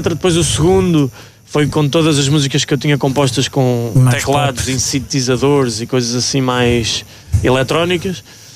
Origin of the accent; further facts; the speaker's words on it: Alcobaça, Centro, Portugal; eu sou de Alcobaça, então estamos aqui pertinho